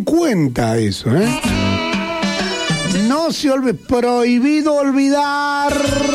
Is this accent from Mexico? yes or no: no; Argentina; Somos enviados los argentinos